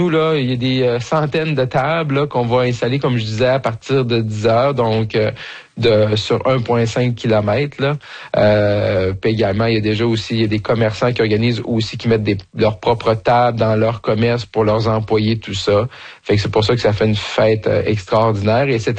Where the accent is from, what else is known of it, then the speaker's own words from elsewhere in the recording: Roberval, Quebec, Canada; parce que je suis originaire de Robertval